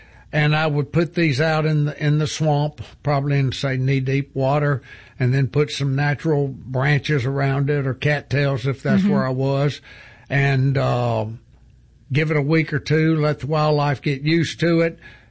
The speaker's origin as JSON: {"language": "English", "town": "Oxford", "region": "Mississippi", "country": "United States", "tie": "born or raised there", "moved": "yes", "said": "I grew up in Oxford, Mississippi, and I've been down here since 1979."}